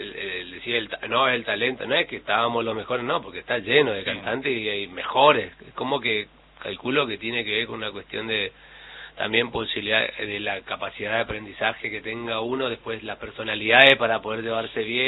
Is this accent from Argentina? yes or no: yes; Chaco, Argentina; No, por favor, yo vengo del Chaco.